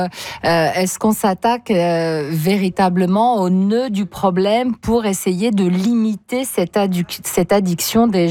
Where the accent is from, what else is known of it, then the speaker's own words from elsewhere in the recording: Canada; ici, chez nous, au Canada ?